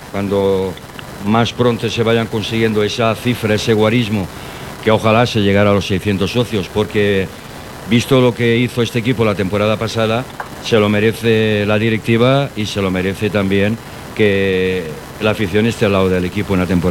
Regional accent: Spain; como somos los españoles, todo a última hora

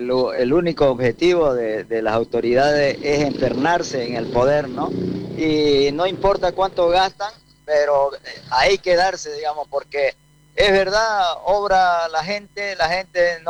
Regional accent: Montero, Santa Cruz, Bolivia; yo soy montereño y lo quiero, pues, a mi población, ¿no? Entonces, quiero a mi terruño.

